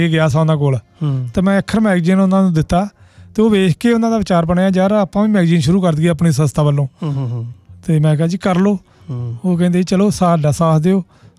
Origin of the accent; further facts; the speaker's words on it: Punjab, India; ਮੈਂ ਕਿਹਾ ਜੀ ਮੈਂ ਪੰਜਾਬ ਤੋਂ ਤਾਂ ਆਇਆ ਵਾਂ ਅਤੇ ਪੰਜਾਬ ਨਾਲ ਇਹਦੀ ਤੁਲਨਾ ਕਰਦਾ